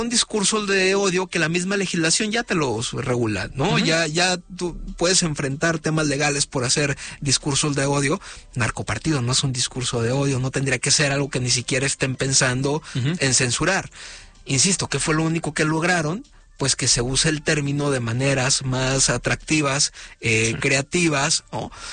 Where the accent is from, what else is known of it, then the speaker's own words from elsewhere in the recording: Mexico; a mí como mexicano claramente me preocupa la percepción